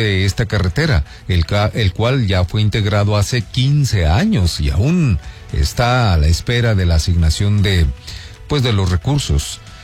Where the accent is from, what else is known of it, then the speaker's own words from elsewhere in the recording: Mexico; con toda la pasión y fervor que nos arraiga como mexicanos